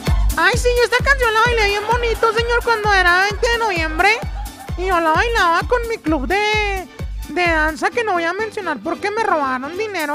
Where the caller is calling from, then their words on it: Mexico; sí soy mexicana